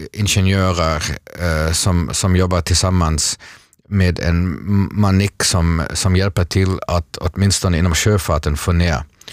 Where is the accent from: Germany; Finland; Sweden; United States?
Germany; Mönchengladbach, North Rhine-Westphalia; moved away; Jag har ju vuxit upp där och tillbringar min barndom